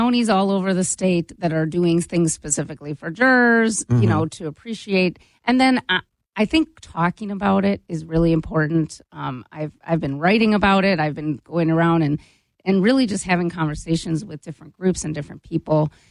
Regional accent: Cleveland, Ohio, United States; now in Wisconsin, United States; I served on a jury in in my hometown of Cleveland.

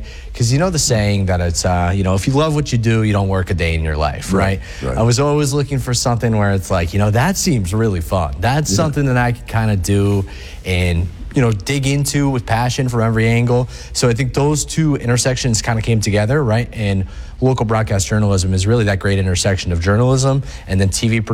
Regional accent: Lake Placid, New York, United States; moved away; I grew up in the Adirondacks in Lake Placid.

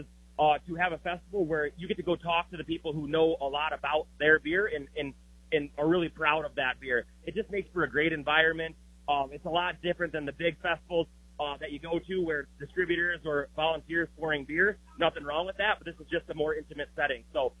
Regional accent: Mitchell, South Dakota, United States; moved away as an adult; also born or lived in Sioux Falls; I was born and raised here in Mitchell. I attended college in Sioux Falls. After I graduated, I moved back briefly. My job moved me to Sioux Falls. I stayed there for almost 10 years. My wife and I decided to move back

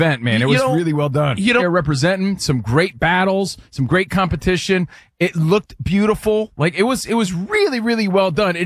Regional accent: East Coast, United States; I can say this with full honesty. I'm from the East Coast.

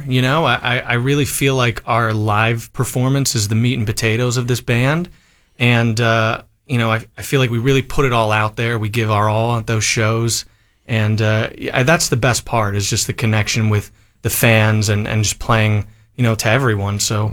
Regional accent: New Jersey, United States; moved away; Born and raised in New Jersey, the home

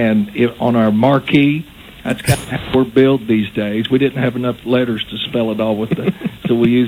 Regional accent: Georgia, United States; I'm from Georgia. It was a Georgia public school.

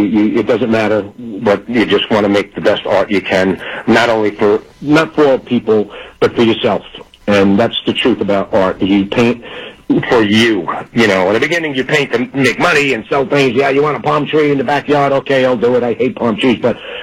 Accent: Staten Island, New York, United States; You know, I am going to miss my hometown of Staten Island because I'm there every year in the parade, small town USA

